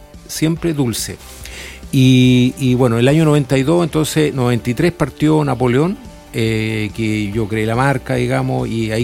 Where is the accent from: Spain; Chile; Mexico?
Chile; La Serena, Coquimbo; Nacido y criado en La Serena, sí señor.